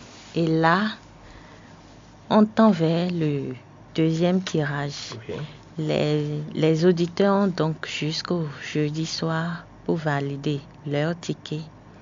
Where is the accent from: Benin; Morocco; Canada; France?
Benin; Chez nous, au Bénin, le produit qui est concerné est le loto 5 sur 90.